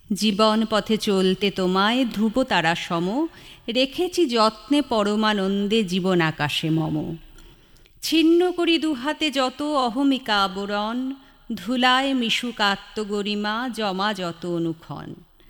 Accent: Siliguri, West Bengal, India; moved away as an adult; now in Kolkata, India; শিলিগুড়িতেই আমার জন্ম এবং বেড়ে ওঠা, কিন্তু বর্তমানে আমি বৈবাহিক সূত্রে কলকাতার বাসিন্দা।

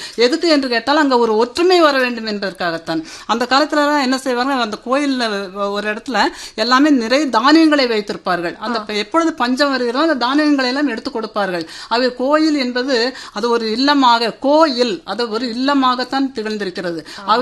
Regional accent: Coimbatore district, Tamil Nadu, India; நான் கோவை மாவட்டத்தை சேர்ந்தவளே

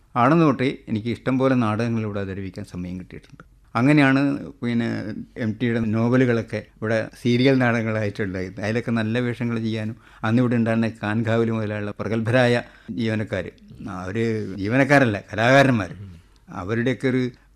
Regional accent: Kozhikode, Kerala, India; ഞാൻ പറഞ്ഞു സാറേ ഞാൻ കോഴിക്കോടുകാരനാണ്, കോഴിക്കോടിൻ്റെ ഒരു മുസ്ലിം കഥാപാത്രമാണോ വേണ്ടത്

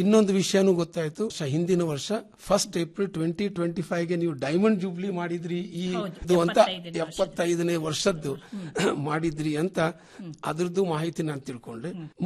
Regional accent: Gulbarga, Karnataka, India; also born or lived in Hyderabad; ನಾನು ಹುಟ್ಟಿದ್ದು ಹೈದರಾಬಾದ್ ಅಲ್ಲಿ ಆದ್ರೂ ಮೊದಲನೇ ಒಂದು 5-6 ವರ್ಷ ನಾನು ಗುಲ್ಬರ್ಗ ಅಲ್ಲಿ ಇದ್ದೆ.

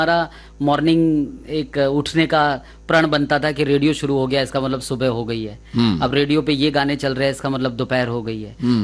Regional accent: Ahmedabad, Gujarat, India; वो हमारे अहमदाबाद में ही, अहमदाबाद हाँ। हमारा जो एक मोहल्ला है, जो हमारा गांव है छारा नगर गांव, तो वहाँ पर रहते थे।

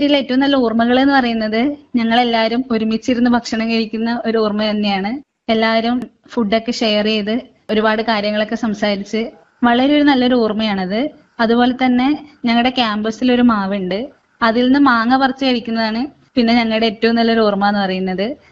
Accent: Payyanur, Kerala, India; എന്റെ നാട് കണ്ണൂരിലെ പയ്യന്നൂരാണ്.

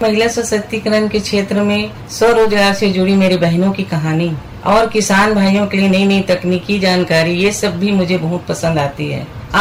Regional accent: Gunderdehi, Balod district, Chhattisgarh, India; गुंडरदी जिला बालोद की रहने वाली हूं।

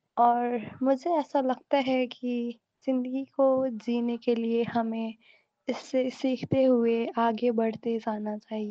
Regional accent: Kathmandu, Bagmati, Nepal; मैं काठमांडू नेपाल से हूँ।

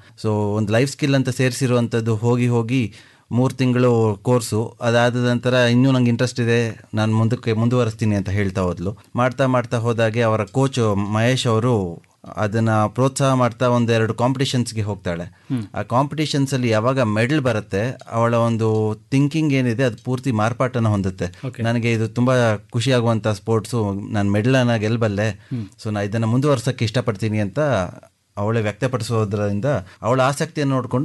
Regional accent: Kodagu, Karnataka, India; now in Mysuru, India; ಮೂಲತಃ ಕೊಡಗಿನವರು, ಬಟ್ ಸದ್ಯಕ್ಕೆ ಮೈಸೂರಿನಲ್ಲಿ ಸೆಟ್ಲ್ ಆಗಿದ್ದೀವಿ.

